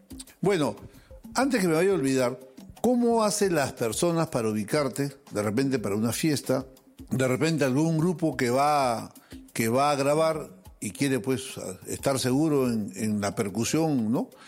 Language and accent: Spanish; Peru; Pero jefe, yo soy cantante, soy peruano, vengo de un festival, mire, acá está mi trofeo.